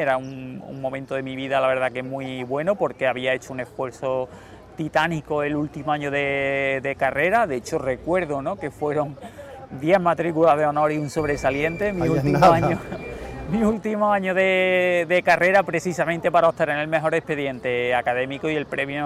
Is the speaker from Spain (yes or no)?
yes; Bujalance, Andalusia, Spain; moved away as an adult; also born or lived in Granada; estaba en Bujalance. A partir de los 18 años yo ya me marché de Bujalance. Me marché para Granada, terminé allí los estudios de ciencias del deporte y desde entonces yo, o sea, no vivo en Bujalance. Ya me marché después de Granada para acá